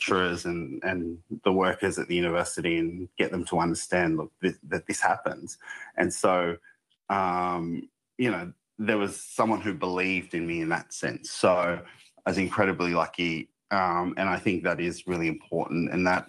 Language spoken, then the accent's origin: English; Bourke, New South Wales, Australia; one of the only, you know, Blackfellas that I saw on television growing up in Bourke. We only had three channels, SBS, ABC and Imparja.